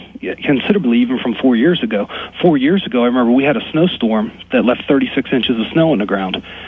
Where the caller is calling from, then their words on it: Pennsylvania, United States; Pennsylvania. Yes, sir.